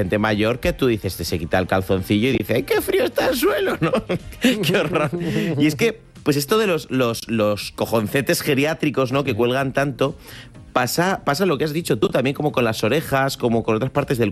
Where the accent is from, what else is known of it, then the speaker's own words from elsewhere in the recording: Santander, Cantabria, Spain; Yo soy de Santander, Cantábrico.